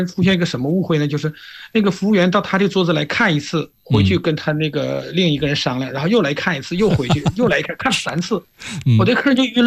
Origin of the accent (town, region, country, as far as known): China